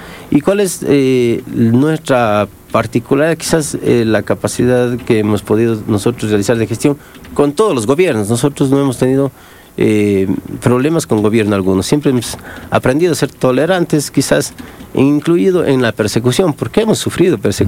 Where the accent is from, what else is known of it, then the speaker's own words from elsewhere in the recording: Guachapala, Azuay, Ecuador; born there; En estos años he trabajado en el cantón donde nací, en Huachapala.